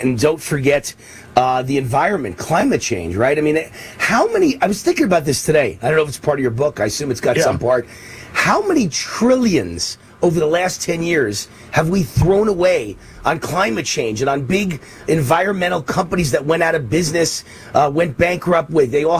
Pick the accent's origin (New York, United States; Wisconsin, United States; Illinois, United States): New York, United States; now in Las Vegas, United States; I was born and raised in New York